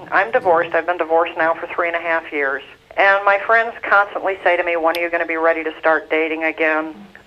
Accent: Minnesota, United States; I'm from Minnesota.

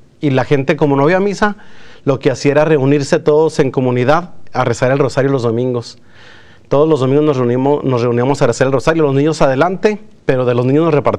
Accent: El Yaqui, Mexico; mi pueblo, el Yaqui se llama.

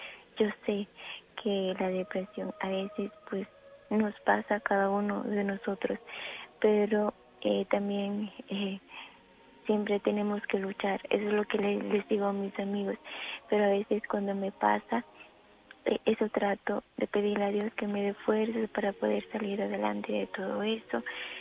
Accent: Santiago Atitlán, Sololá, Guatemala; Y también pido por mi pueblo de Santiago Atitlán, por mi ciudad de Guatemala y por el mundo entero también.

